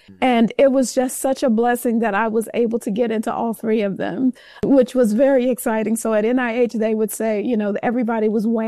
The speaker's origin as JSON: {"language": "English", "town": "Gary", "region": "Indiana", "country": "United States", "tie": "born or raised there", "said": "We grew up in Indiana, Gary, Indiana, with just not in the best situation. We grew up poor"}